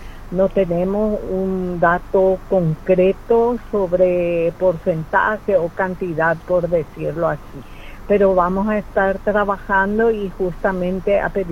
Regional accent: Unión, San Pedro, Paraguay; Específicamente Unión, que es mi ciudad natal

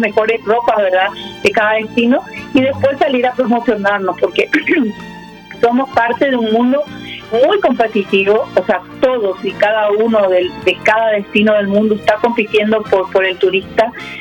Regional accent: Paraguay; ¿vos de dónde sos? De Paraguay.

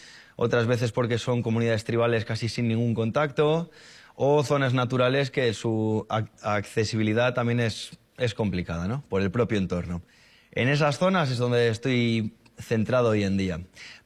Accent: Castro Urdiales, Cantabria, Spain; otro joven de mi misma edad y allí en Casturdiales, en Cantabria, donde yo me he criado

